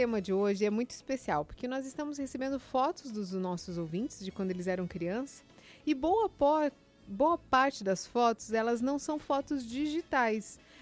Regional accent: Inácio Martins, Paraná, Brazil; now in Curitiba, Brazil; Eu sou bem, bem do interior mesmo, né? Porque eu sou de uma cidadezinha chamada Inácio Martins. É uma cidade muito pequena, pertinho de Guarapuava, de Irati ali. Eu passei toda a infância lá. Até hoje, lá tem áreas de interior, né? Ainda é uma cidade pequena, ainda tem gente que dá para brincar na rua.

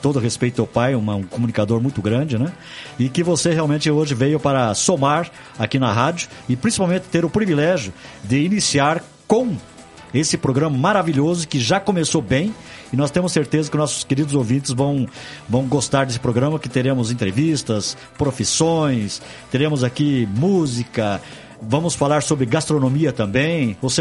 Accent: Guaratuba, Paraná, Brazil; born there; moved away as an adult; now in Curitiba, Brazil; Eu sou caiçara, nascido em Guaratuba, com muito orgulho, muito prazer, né? Sou de Guaratuba

